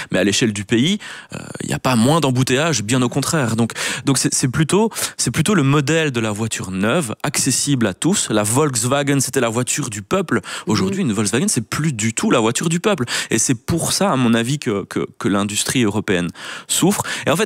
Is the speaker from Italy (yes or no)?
no; Belgium; chez nous en Belgique